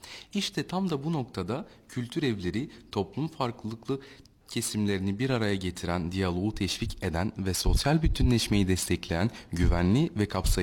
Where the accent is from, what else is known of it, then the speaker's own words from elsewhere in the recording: Plovdiv, Plovdiv Province, Bulgaria; Ben de yerli Plovdivliyim.